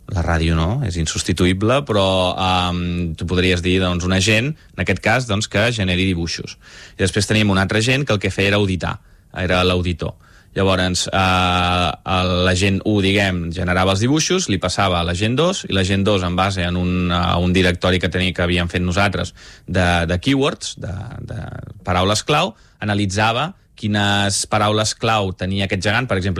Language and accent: Catalan; Vic, Catalonia, Spain; born there; nosaltres vam néixer a Vic